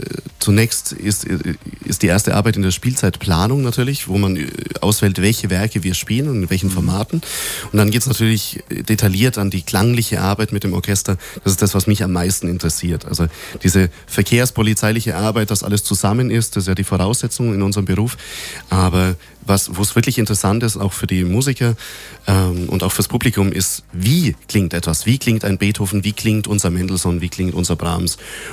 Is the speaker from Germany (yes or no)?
yes; Augsburg, Bavaria, Germany; accent: Bavarian; moved away as an adult; now in Austria; Ich komme eigentlich aus Augsburg und wohne aber seit 10 Jahren in Österreich und habe dort studiert